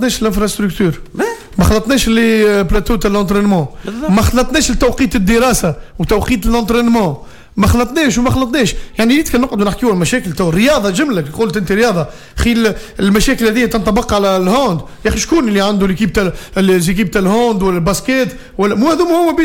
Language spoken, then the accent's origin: Arabic; Tunisia; عندنا في تونس